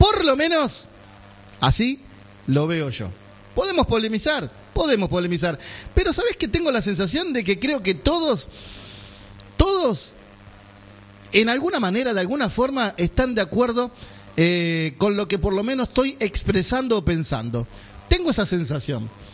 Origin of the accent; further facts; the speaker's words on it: Argentina; como argentinos que somos de bien